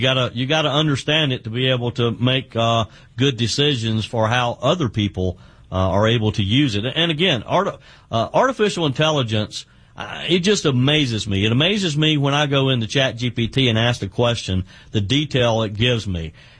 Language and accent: English; South Carolina, United States; Let's stay in my home state of South Carolina.